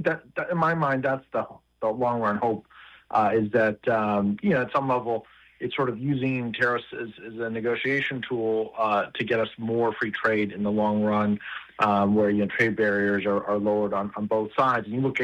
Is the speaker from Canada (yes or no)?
yes; Canada; moved away; I grew up in Canada